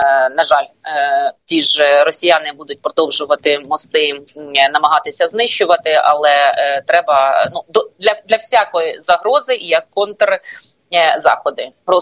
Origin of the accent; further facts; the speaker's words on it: Kyiv, Ukraine; я киянка, яка теж платить податки тут